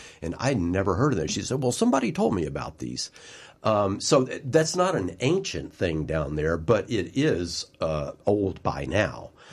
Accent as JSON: {"language": "English", "region": "the South", "country": "United States", "tie": "born or raised there", "moved": "yes", "said": "All right, because I grew up in the South, not Southern California, the old South."}